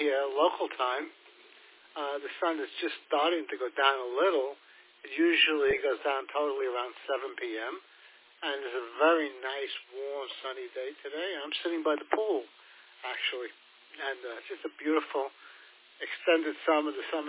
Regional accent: New York, United States; moved away; I'm originally from New York

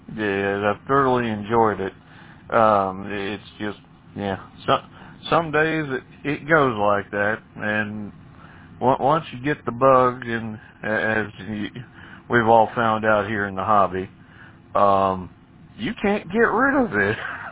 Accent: Kankakee, Illinois, United States; now in Wabash, United States; originally, I'm from Kankakee, Illinois.

